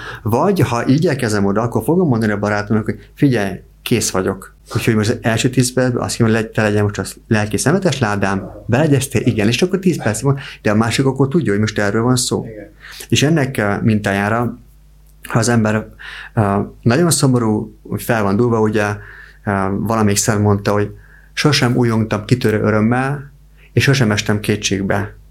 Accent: Hungary; Mondjam azt, hogy magyarok vagyunk.

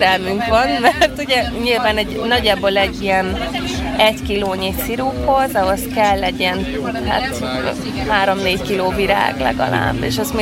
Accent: Kács, Borsod-Abaúj-Zemplén, Hungary; born there; Hát nagymamámű Kács, én itt születtem egyébként Kácson.

